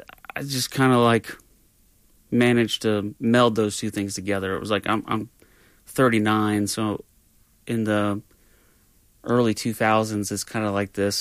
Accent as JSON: {"language": "English", "town": "Cincinnati", "region": "Ohio", "country": "United States", "tie": "born or raised there", "moved": "yes", "lives_now": "Nashville, United States", "said": "I grew up in Cincinnati, Ohio."}